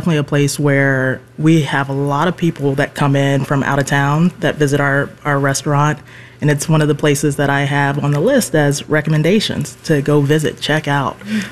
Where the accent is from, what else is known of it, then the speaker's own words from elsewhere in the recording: Cincinnati, Ohio, United States; now in Cleveland, United States; I'm originally from Cincinnati.